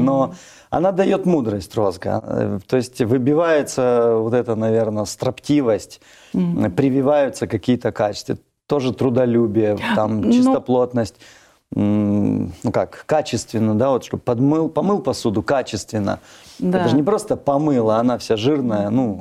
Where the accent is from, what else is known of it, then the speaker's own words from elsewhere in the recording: Pyatigorsk, Stavropol Krai, Russia; Ну, мама с Украины у меня, папа тоже с Украины. Но родился я уже на Кавказе, в городе Пятигорске. Очень красивый город, добро пожаловать. Вот, там я прожил всю жизнь, ходил в одну школу, вырос на одной улице